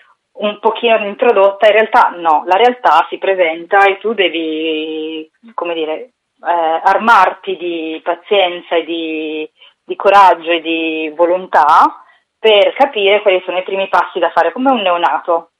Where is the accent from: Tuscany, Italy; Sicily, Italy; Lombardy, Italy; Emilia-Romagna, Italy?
Lombardy, Italy; Milan; also born or lived in Kinshasa, Congo; Io sono cresciuta a Milano.